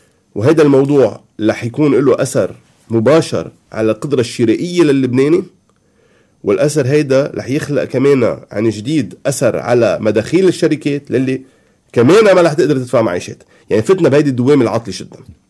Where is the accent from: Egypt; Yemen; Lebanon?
Lebanon; Keserwan-Jbeil; انا اليوم كسروين، اليوم كسروين كتر خير الله مانا مضروبة، انا لبناني